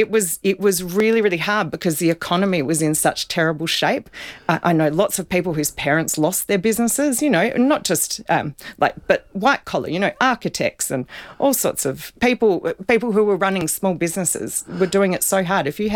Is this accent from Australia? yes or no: yes; Kingston SE, South Australia, Australia; moved away; So I was born in the Kingston Soldiers Memorial Hospital in 1978.